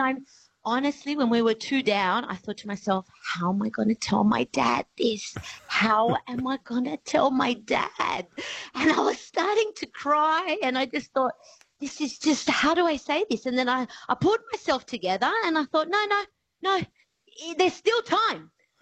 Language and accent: English; Argentina; To be honest, look, I love a lot of the Latino teams. I am from Argentina.